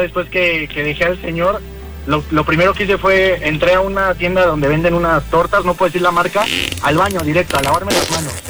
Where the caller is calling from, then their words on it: Mexico City, Mexico; De la Ciudad de México.